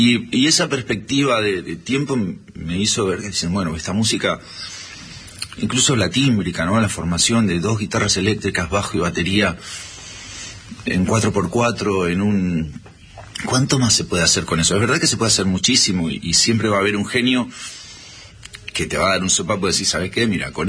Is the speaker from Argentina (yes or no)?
yes; Grand Bourg, Buenos Aires Province, Argentina; De Granbur. Y en Granbur había muchas colonias.